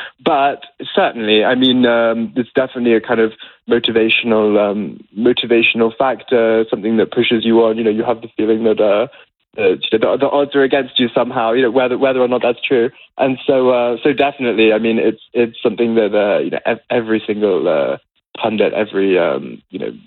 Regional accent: England, United Kingdom; moved away as an adult; now in Belgium; I'm English. I've been here 4 years though

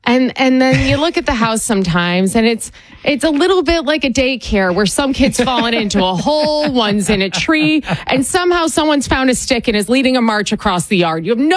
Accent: Rochester, New York, United States; I grew up in, as I like to say, the rest of New York. I grew up in Rochester, New York.

